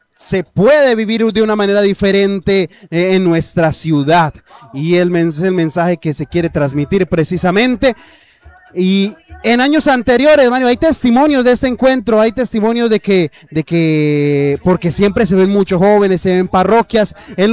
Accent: Bogotá, Colombia; Para mí, que soy de Bogotá, es un clima ya maravilloso, la brisa, el mar.

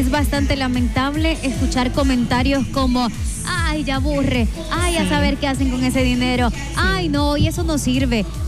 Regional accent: San Vicente, El Salvador; yo soy de San Vicente y nos veníamos hasta Santa Tecla para las terapias

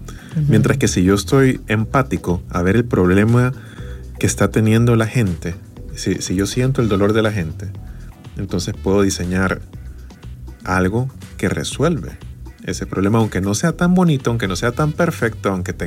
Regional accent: El Salvador; yo creo que es importante cuando estamos diseñando nosotros incluso como salvadoreños

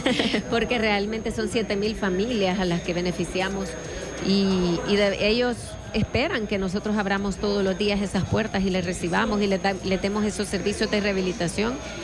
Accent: El Salvador; nos debemos de sentir súper orgullosos como salvadoreños

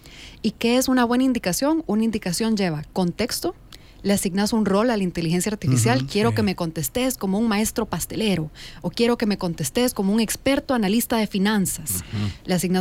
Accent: El Salvador

